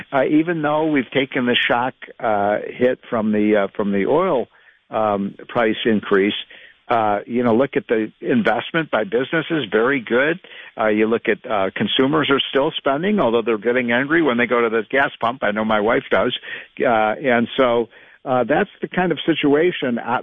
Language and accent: English; Chicago, Illinois, United States; 16 years old growing up in Chicago